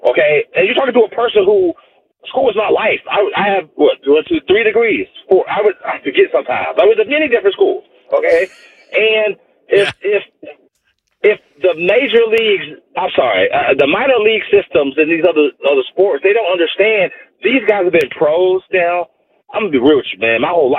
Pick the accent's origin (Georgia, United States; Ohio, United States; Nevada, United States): Georgia, United States; Atlanta; and you know I'm being honest here because I'm from Atlanta.